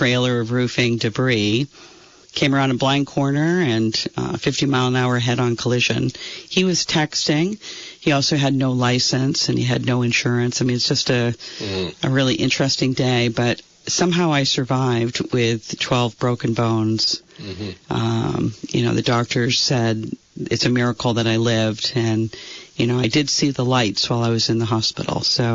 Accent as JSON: {"language": "English", "town": "Fairfax", "region": "Virginia", "country": "United States", "tie": "born or raised there", "also_born_or_lived": "Haverhill, Massachusetts", "said": "growing up in Fairfax was a wonderful experience for me because, you know, my father packed us up in the VW bus. He lived in Massachusetts. I was actually born in Massachusetts. So I was 3 years old when we came here."}